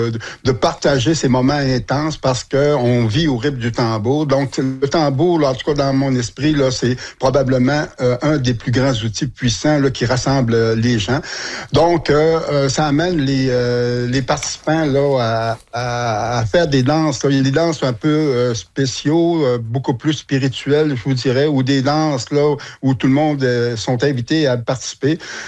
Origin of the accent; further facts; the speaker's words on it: Mashteuiatsh, Quebec, Canada; chez nous en Meshtoria.